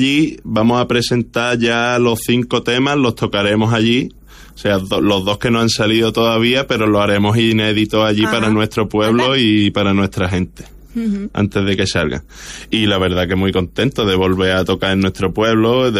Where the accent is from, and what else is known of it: Ardales, Andalusia, Spain; born or raised there